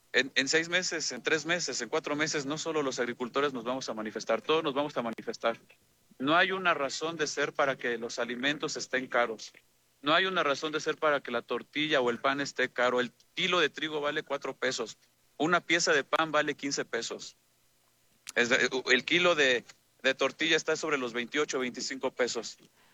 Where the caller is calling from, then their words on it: Tlaxcala, Mexico; Compañeros agricultores de Tlaxcala